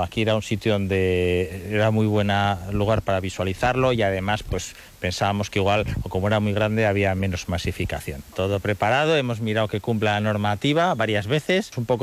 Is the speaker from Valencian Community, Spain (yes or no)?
no; Logroño, La Rioja, Spain; Somos de Logroño y bueno, pasábamos las vacaciones aquí